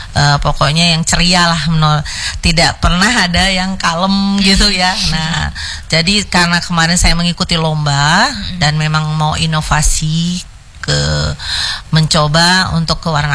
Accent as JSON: {"language": "Indonesian", "region": "East Kalimantan", "country": "Indonesia", "said": "daerah saya, Kutai Kartanegara."}